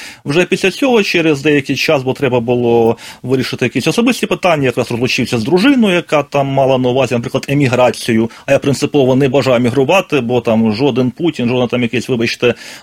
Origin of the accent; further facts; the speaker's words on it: Brovary, Kyiv Oblast, Ukraine; війна для мене почалася з прильотів по моїм рідним броварам. Я сам родом з Київщини.